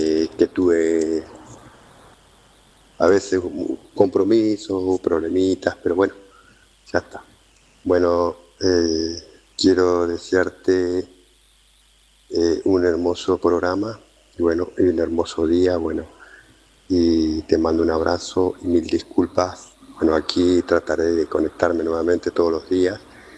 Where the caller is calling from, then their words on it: Argentina; le fascina cómo hablamos los argentinos y cómo somos